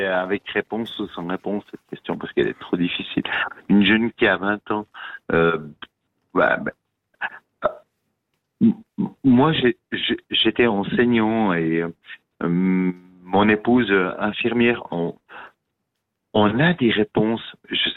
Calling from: Fribourg, Switzerland; Moi, je suis fribourgeois.

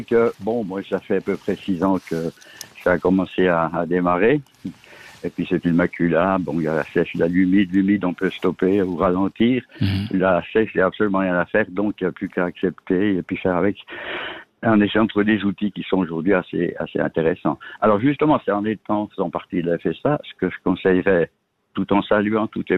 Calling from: Châtel, Switzerland; j'habite à Châtel

